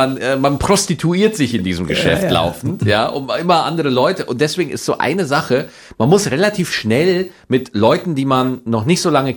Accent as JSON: {"language": "German", "region": "Bavaria", "country": "Germany", "tie": "born or raised there"}